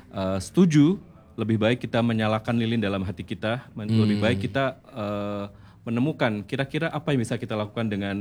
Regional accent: Jakarta, Indonesia; now in Bandung, Indonesia; Saya asalnya Jakarta dulu

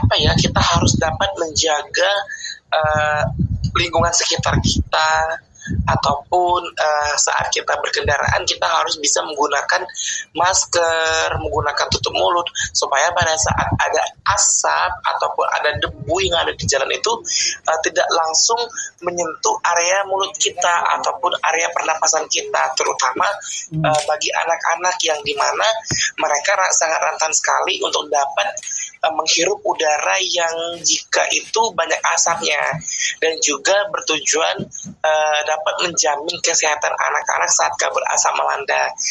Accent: Palembang, South Sumatra, Indonesia; saya dari Jakabaring.

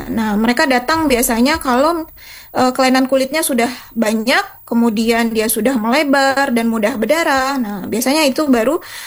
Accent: Indonesia; kita orang Asia, terutama Indonesia

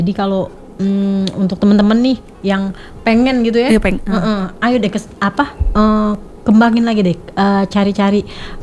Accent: Jakarta, Indonesia; moved away as an adult; now in Palembang, Indonesia; Aku tuh sebenarnya asli orang Betawi kan.

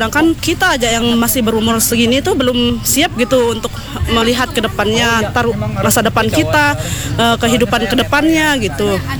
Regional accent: East Lombok, West Nusa Tenggara, Indonesia; saya dari Lombok Timur.

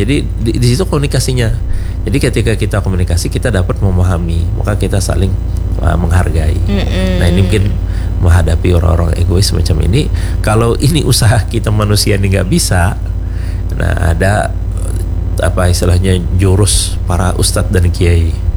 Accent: South Kalimantan, Indonesia; Kita orang Banjar mulai zaman dulu ada.

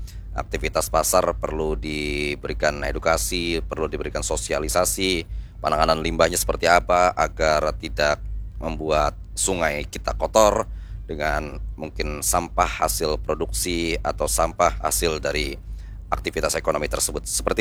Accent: Banjarmasin, South Kalimantan, Indonesia; kita warga Kota Banjarmasin

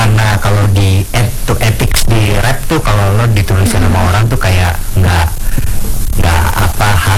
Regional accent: Jakarta, Indonesia; Asli dari Jakarta, Indonesia.

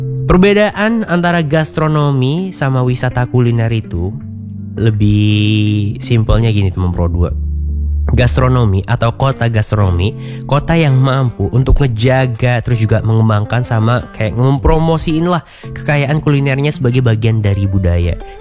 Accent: Java, Indonesia; kita yang dari Jawa

